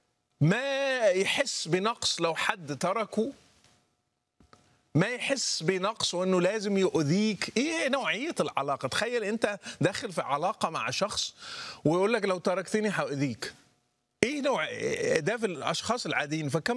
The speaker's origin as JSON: {"language": "Arabic", "country": "Morocco", "said": "لأنه كان عندنا في المغرب فكرة أو من ضمن التخويف أنه لو ما صليتش ممكن تتدارك الأمر"}